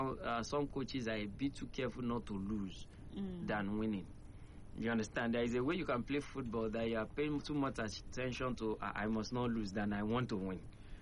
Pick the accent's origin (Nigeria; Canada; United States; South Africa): Nigeria; Maybe because I'm a Nigerian, I'm seeing it differently.